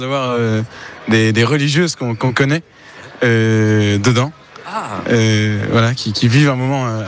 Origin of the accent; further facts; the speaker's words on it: Poitiers, Nouvelle-Aquitaine, France; Donc, on vient de Poitiers. Donc, ça fait 350 kilomètres environ.